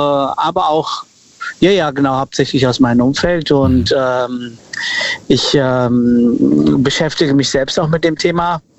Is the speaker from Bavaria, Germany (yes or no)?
no; Frankfurt, Hesse, Germany; Ich komme aus Frankfurt.